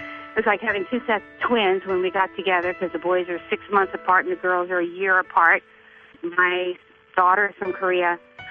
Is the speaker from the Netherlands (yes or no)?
yes; Netherlands; now in United States; And I immigrated over from Holland myself. And, I came over on a boat in 1956.